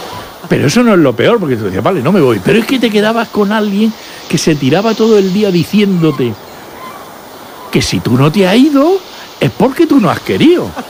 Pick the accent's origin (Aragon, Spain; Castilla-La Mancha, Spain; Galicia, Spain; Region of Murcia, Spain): Region of Murcia, Spain; San Javier; yo soy de San Javier